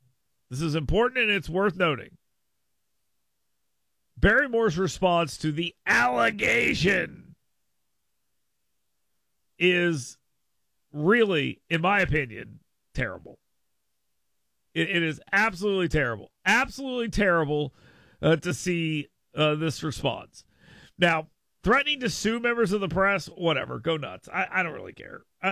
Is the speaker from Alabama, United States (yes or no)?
yes; Fort Rucker, Alabama, United States; And I grew up in Fort Rucker right here in my district.